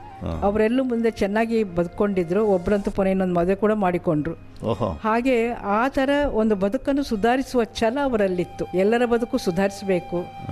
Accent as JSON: {"language": "Kannada", "town": "Mumbai", "region": "Maharashtra", "country": "India", "tie": "born or raised there", "said": "ಮತ್ತೆ ನಾವು 6 ಜನ ಇಲ್ಲಿ ಬೊಂಬೈಯಲ್ಲಿ ಹುಟ್ಟಿದವರು."}